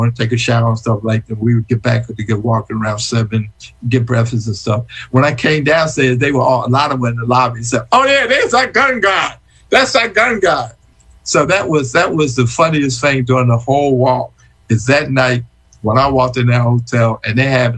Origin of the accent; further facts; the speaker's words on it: Philadelphia, Pennsylvania, United States; I'm from Philadelphia